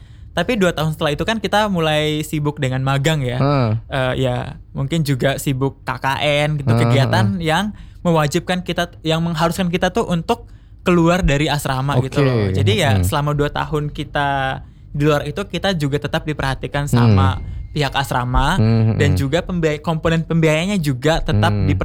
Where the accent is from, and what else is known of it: East Nusa Tenggara, Indonesia; moved away